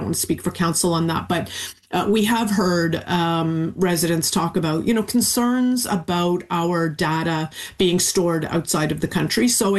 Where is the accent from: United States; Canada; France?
Canada; I think as a Canadian